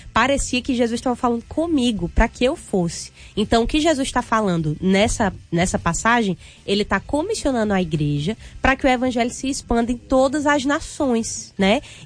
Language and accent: Portuguese; Rio Grande do Norte, Brazil; moved away; Lá de onde eu venho do sertão do Rio Grande do Norte.